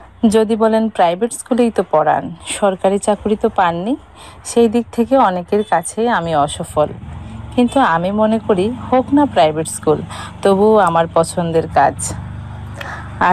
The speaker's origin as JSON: {"language": "Bangla", "town": "Santirbazar", "region": "Tripura", "country": "India", "tie": "born there", "moved": "as an adult", "lives_now": "Baikhora, India", "said": "দক্ষিণ ত্রিপুরার শান্তির বাজারে আমার পিতৃনিবাস, কিন্তু বিবাহ সূত্রে বর্তমানে আমি বাইখোড়াতে থাকি।"}